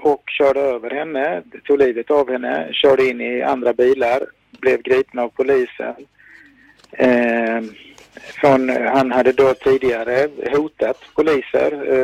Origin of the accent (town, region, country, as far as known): Sweden; now in Malmö, Sweden